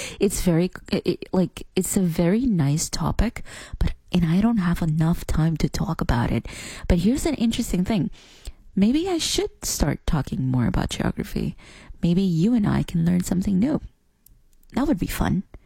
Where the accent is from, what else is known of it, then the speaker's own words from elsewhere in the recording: Wales, United Kingdom; But just trust me when I say that as a Welsh person, it is very, very frustrating to be asked, so where in England are you from?